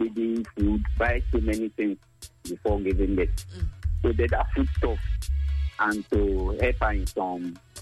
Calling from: Dubai, United Arab Emirates; calling from Dubai.

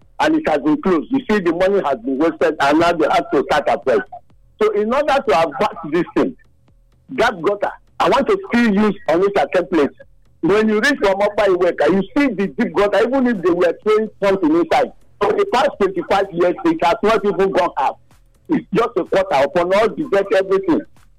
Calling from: Nigeria; Yes, I'm calling from Ogbe South community.

